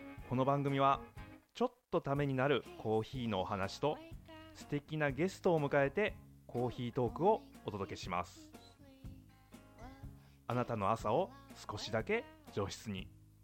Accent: Kansai, Japan; 僕ね関西出身なんで、もともとはねすごく繊細な出汁の味で育ってるんですけども、

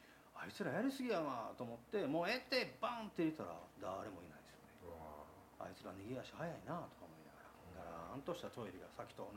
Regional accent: Osaka, Japan; まあ、気がつくと地元の大阪にたどり着いてたと。

